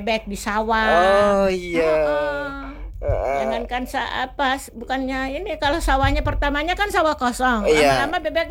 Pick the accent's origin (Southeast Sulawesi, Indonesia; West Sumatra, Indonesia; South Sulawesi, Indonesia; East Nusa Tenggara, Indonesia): South Sulawesi, Indonesia; born there; now in Tanjung Pinang, Indonesia; kalau orang kita Bugis itu saya juga lihat perkembangannya di kampung saya sendiri